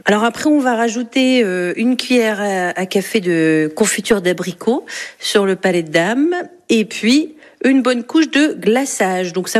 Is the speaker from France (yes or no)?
yes; Hauts-de-France, France; Et il est surtout connu pour être réalisé chez nous en Flandre.